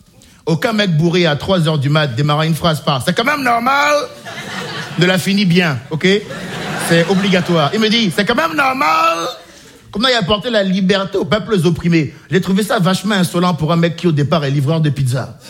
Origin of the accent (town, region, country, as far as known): Benin; born or raised there